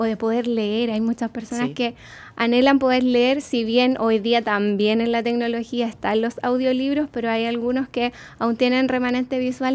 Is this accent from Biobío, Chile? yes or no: yes; Concepción, Biobío, Chile; quienes somos de Concepción Penquista